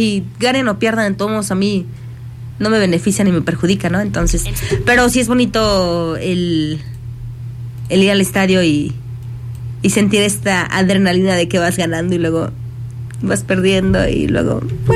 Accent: Argentina; Sí, sí, soy argentina

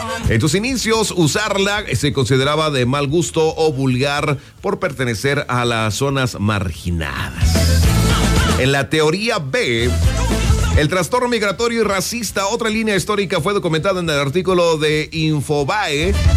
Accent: Mexico; Pero que como todo mexicano, siempre las mencionamos.

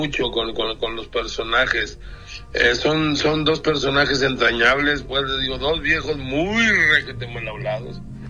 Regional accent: Sonora, Mexico; yo no soy mexicano, yo soy sonorense.

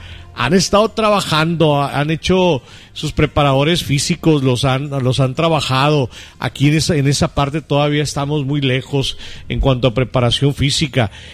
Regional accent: Mexico; a quienes vivimos en este país, a quienes somos mexicanos, mexicanas.

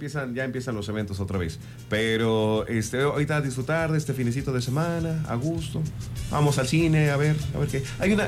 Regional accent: Mexico; Es que soy mexicano

